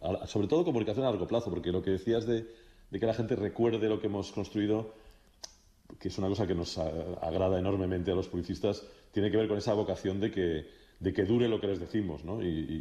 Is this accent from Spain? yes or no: yes; Barcelona, Catalonia, Spain; nací en Las Corts, enfrente del Corte Inglés Diagonal y cerca del campo del Barça, muy a mi pesar. Y he vivido toda mi vida y he estudiado toda mi vida y sigo viviendo en Sarriá.